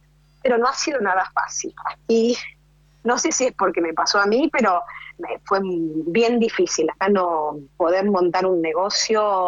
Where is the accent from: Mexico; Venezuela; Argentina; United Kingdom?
Argentina; Zárate, Buenos Aires Province; moved away as an adult; now in Luxembourg; yo soy de ahí, de Zárate, ahí tengo mi familia, mis hermanos, mi papá no, pero mi mamá sí, muchos amigos